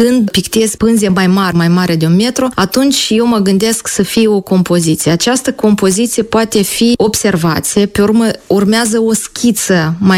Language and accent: Romanian; Chișinău, Moldova; also born or lived in Sofia, Drochia District, Moldova; Copilăria mea în Chișinău, dar vacanțele le-am petrecut la bunica. Unde? La nordul Moldovei. Vin satul Sofia.